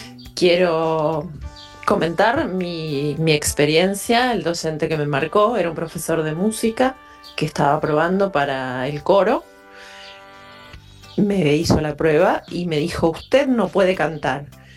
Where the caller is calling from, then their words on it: Trenque Lauquen, Buenos Aires Province, Argentina; soy … de Trenquelauquen